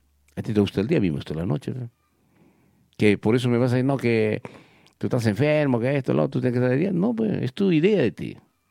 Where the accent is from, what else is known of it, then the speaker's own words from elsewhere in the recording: Villa Rica, Pasco, Peru; qué pena por mi pueblo de Villarrica